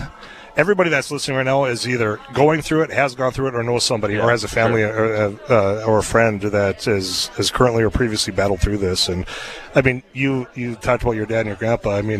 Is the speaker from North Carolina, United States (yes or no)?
no; Devils Lake, North Dakota, United States; I grew up around the Devils Lake area, so it was UND through and through.